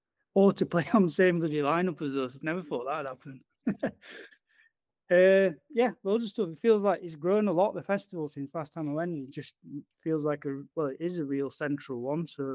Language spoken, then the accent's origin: English; Rotherham, Yorkshire and the Humber, United Kingdom; I'm an artist from Rotherham in UK